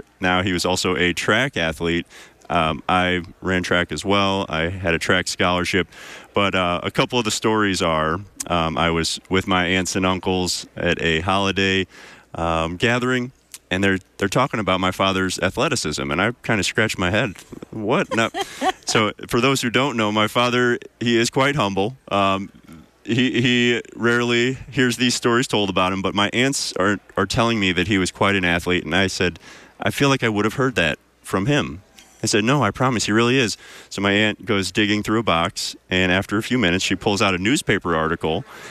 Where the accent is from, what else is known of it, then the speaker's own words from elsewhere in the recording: St. Louis, Missouri, United States; So my father and I grew up in St. Louis, Missouri.